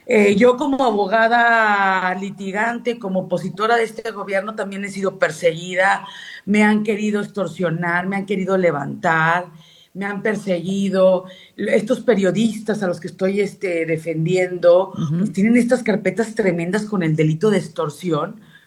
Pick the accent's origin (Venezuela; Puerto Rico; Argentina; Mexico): Mexico; San Luis Potosí; yo soy potosina